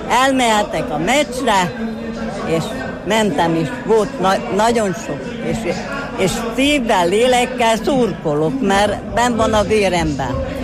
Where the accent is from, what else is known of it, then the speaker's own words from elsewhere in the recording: Paks, Tolna, Hungary; Paksiak, magyarok vagyunk, itt nincs idegen, nem is kell.